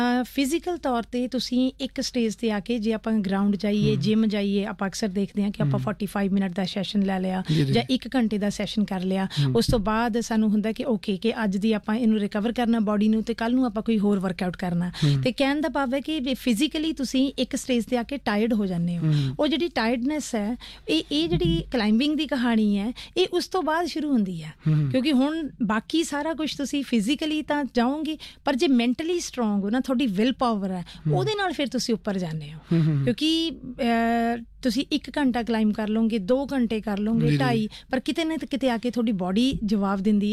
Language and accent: Punjabi; Punjab, India; ਕਿ ਮੈਂ ਪੰਜਾਬ ਤੋਂ ਆਈ ਹਾਂ, ਮੈਂ ਪੰਜਾਬ, ਮੈਂ ਪੰਜਾਬੀਅਤ ਦੀ ਅਤੇ ਮੈਂ ਔਰਤਾਂ ਦੀ ਗੱਲ ਕੀਤੀ